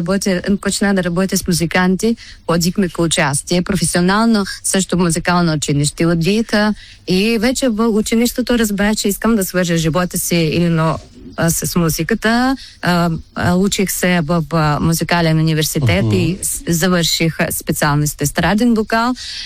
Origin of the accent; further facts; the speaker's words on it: Bessarabia, Ukraine; moved away as an adult; now in Bulgaria; Защото съм бесарабска българка, от Украина, от село Гован.